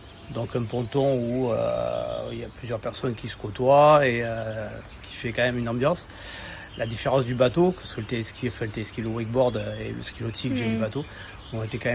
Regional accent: Perpignan, Occitanie, France

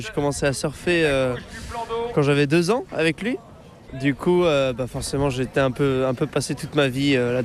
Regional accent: La Baule, Pays de la Loire, France; Moi, je suis originaire du Pays de la Loire, de La Bolle.

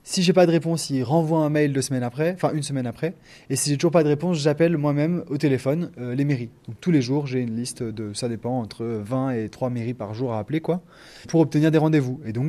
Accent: Villeurbanne, Auvergne-Rhône-Alpes, France; born there; Alors, d'où je vivais, mais moi, je suis né à Villeurbanne.

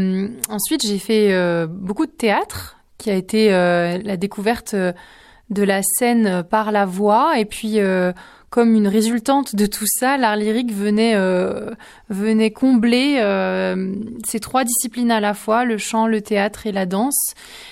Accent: Dijon, Bourgogne-Franche-Comté, France; moved away as an adult; now in Paris, France; je viens de Dijon, ma ville chérie, qui est une très belle ville.

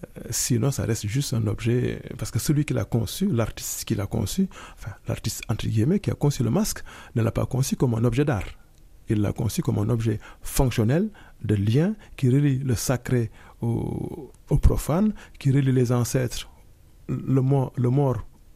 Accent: Senegal; Là, je ne parle pas en tant que Sénégalais ou en tant que Franco-Sénégalais, je parle juste en tant qu'humain

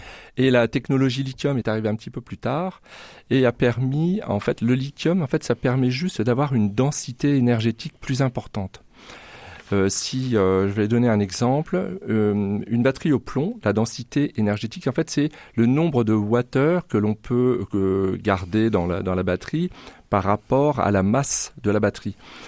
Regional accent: France; on est français quand même

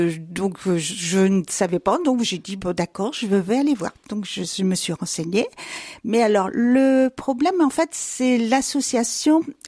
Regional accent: Chaumont-en-Vexin, Hauts-de-France, France; born there; Alors, je suis née dans l'Oise. À Chaumont-en-Vexin, exactement.

